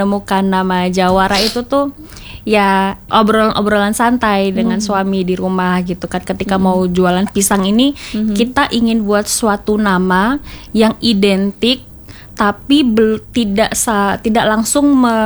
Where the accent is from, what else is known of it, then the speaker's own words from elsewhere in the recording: Kupang, East Nusa Tenggara, Indonesia; moved away as an adult; also born or lived in Java; Sebenarnya Beta itu adalah anak Kupang yang baru pulang dari tanah rantau, dari Jawa gitu. Sebelumnya ikut suami di Jawa karena ada alasan tertentu harus kembali ke Kupang, ada alasan keluarga gitu.